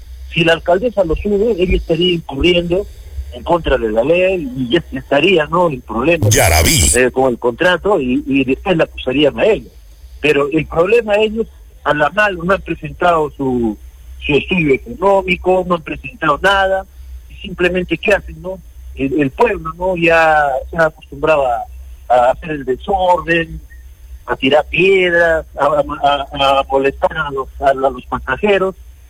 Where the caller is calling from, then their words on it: Arequipa, Peru; acá yo vivo en Selva Alegre.